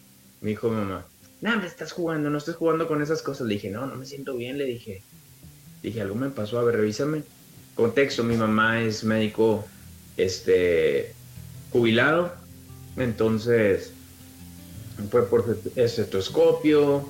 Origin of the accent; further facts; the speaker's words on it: Nueva Rosita, Coahuila, Mexico; Era un grupo de jóvenes cristianos de donde somos nosotros, de Nueva Rosita, Coahuila.